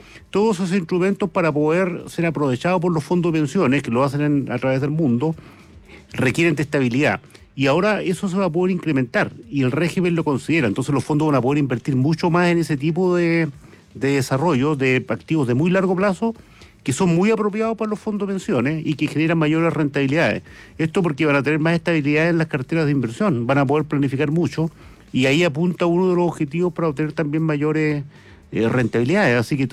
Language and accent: Spanish; Chile; a mí, como ciudadano chileno